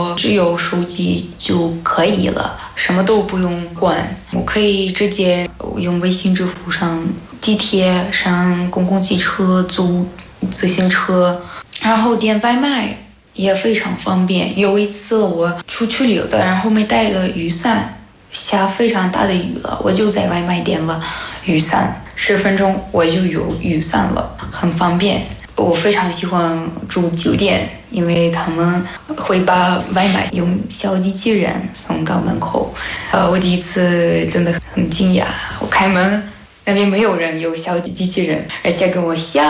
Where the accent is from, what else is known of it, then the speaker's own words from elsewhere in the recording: Russia; Chinese is a second language; now in Changchun, China; 我来自美丽的俄罗斯延赞市，现在我在长春大学读研究生研二。